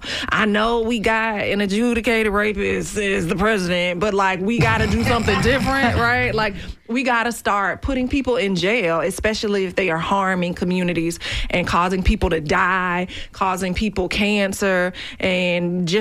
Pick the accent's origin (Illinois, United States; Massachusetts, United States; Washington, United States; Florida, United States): Florida, United States; You know I'm from Duval.